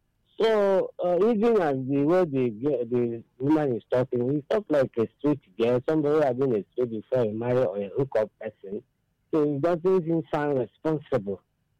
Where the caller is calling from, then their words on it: Abakaliki, Ebonyi, Nigeria; from Abakaliki.